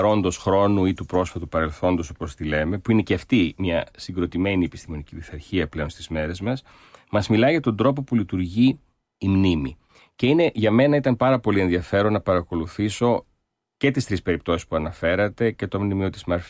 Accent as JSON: {"language": "Greek", "town": "Alexandria", "region": "Alexandria Governorate", "country": "Egypt", "tie": "born or raised there", "said": "το γεγονός ότι γεννήθηκα και μεγάλωσα στην Αλεξάνδρεια στην Αίγυπτο στο πλαίσιο της ελληνικής παροικίας, στα παροικιακά σχολεία"}